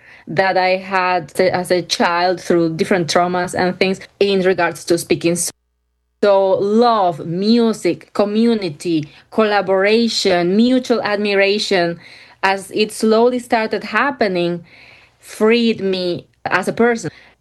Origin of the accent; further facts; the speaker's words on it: Cuba; moved away; I'm from Cuba